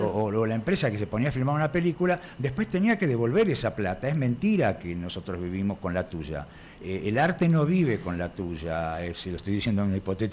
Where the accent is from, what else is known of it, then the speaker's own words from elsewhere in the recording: Argentina; somos los argentinos.